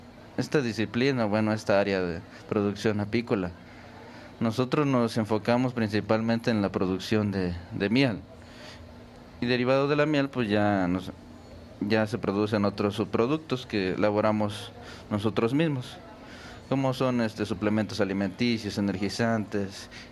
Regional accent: Tepoztlán, Morelos, Mexico; en la comunidad de donde venimos, que es San Andrés de la Cal, su casa allá en Tepoztlán, Morelos.

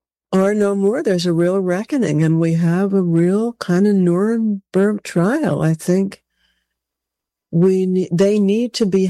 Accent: United States; I'm an American Jew

